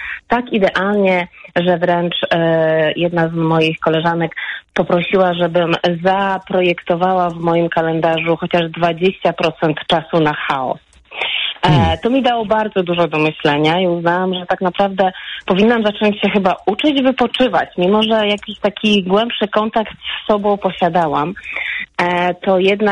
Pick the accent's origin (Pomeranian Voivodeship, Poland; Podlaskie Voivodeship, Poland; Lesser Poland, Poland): Pomeranian Voivodeship, Poland; Gdańsk; Ja tak powiedziałam, że jestem z Gdańska